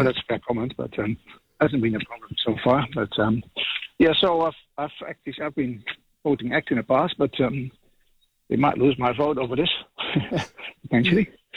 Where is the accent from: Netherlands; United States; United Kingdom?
Netherlands; accent: Dutch; moved away as an adult; now in New Zealand; you can probably hear with my accent that I'm from the Netherlands.